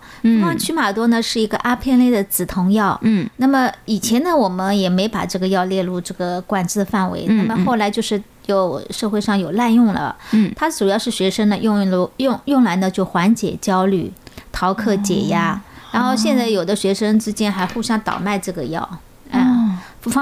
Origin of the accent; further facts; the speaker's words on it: China